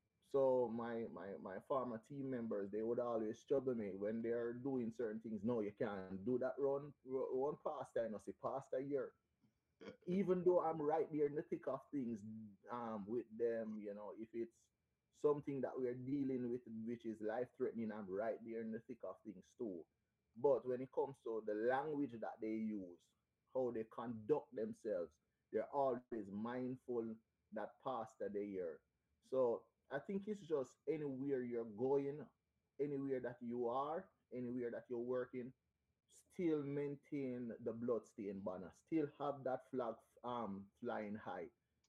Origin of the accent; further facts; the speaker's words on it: Spanish Town, St. Catherine, Jamaica; Okay, well, I'm Jamaican born, bred, born and raised in Spanish Town, St. Catherine. Grew up in the Rehoboth Church. Was born in that church, then later move on at a tender age to Faith Chapel